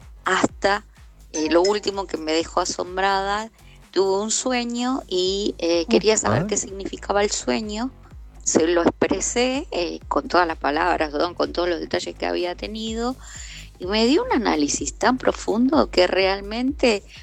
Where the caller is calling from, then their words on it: Villa Madero, Buenos Aires Province, Argentina; de Villa Madero.